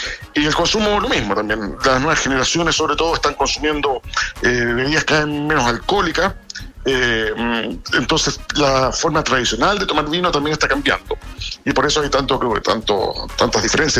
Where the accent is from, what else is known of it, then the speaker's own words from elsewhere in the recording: Santiago, Santiago Metropolitan Region, Chile; Yo soy santiaguino y me encanta valorizar la importancia del Valle del Maipo, ¿no es cierto? Este río que cruza nuestra ciudad es un valle emblemático